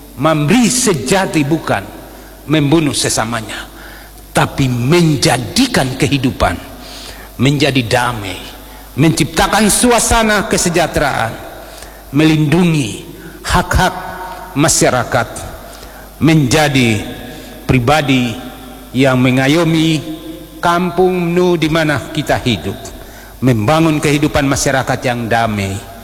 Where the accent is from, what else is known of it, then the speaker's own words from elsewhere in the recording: Papua, Indonesia; kita sendiri, orang Papua sendiri